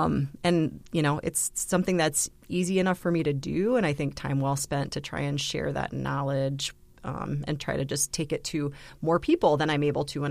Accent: Brookings, South Dakota, United States; I'm an internal medicine physician here in Brookings, South Dakota. This is my hometown. I was born and raised here, and I've been back practicing now for 10 years.

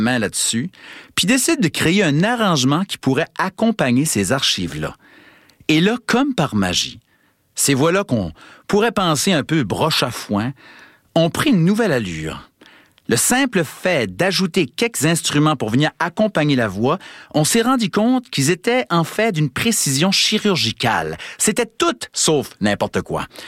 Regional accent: Saint-Isidore, New Brunswick, Canada; Moi, j'ai grandi à Saint-Isidore, au Nouveau-Brunswick.

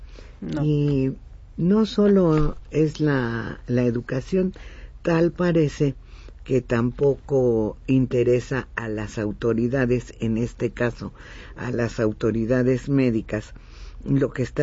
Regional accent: Mexico; para que tengan respeto por la bandera y el himno y lo que representan para nosotros como mexicanos.

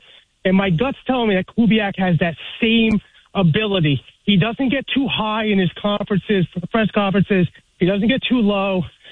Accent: New England, United States; now in Rhode Island, United States; growing up in New England with the Patriots run

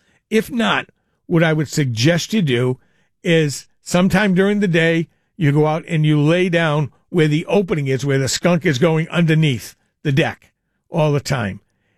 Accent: East Providence, Rhode Island, United States; My hometown, East Providence, I'm always proud of it.

